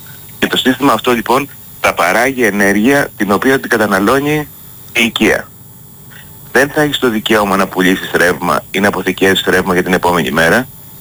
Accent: Greece; γιατί είμαστε ωραίοι ως Έλληνες

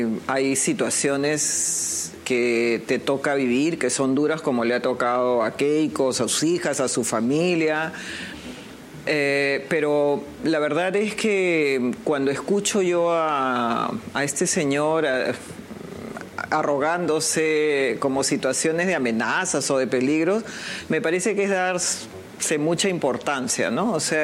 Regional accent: Marcona, Ica, Peru; No, yo soy de Nazca, pero de Marcona, ¿no? Yeah. Que es un distrito de la provincia de Nazca.

